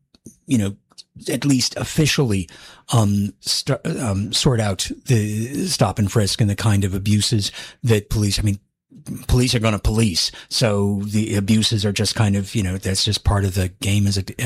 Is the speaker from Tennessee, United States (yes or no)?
no; Oregon, United States; born there; moved away; back in my home state of Oregon.